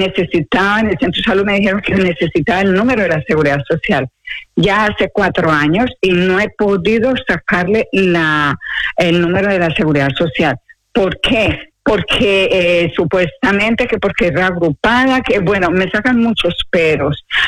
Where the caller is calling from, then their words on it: Madrid, Community of Madrid, Spain; de Madrid.